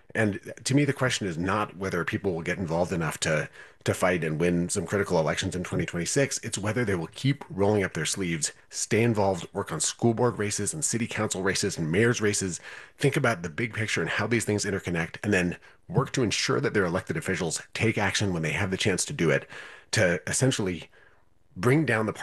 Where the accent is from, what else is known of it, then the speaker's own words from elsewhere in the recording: Wisconsin, United States; including the progressive movement in my home state of Wisconsin, the capital P progressive movement.